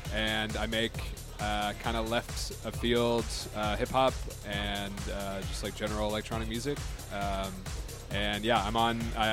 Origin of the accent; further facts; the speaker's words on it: Oklahoma, United States; now in Detroit, United States; We're both from Oklahoma, and the electronic music scene there is small, to say the least.